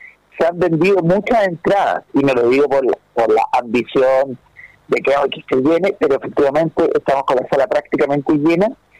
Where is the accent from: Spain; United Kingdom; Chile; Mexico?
Chile; yo como chileno apoyando a Argentina